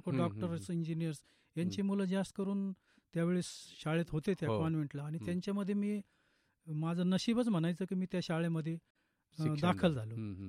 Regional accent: Bhingar, Maharashtra, India; माझं बालपण, माझा जन्म भिंगार येथे झालं.

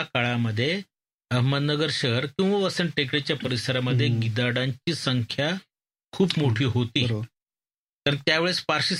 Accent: Ahmednagar district, Maharashtra, India

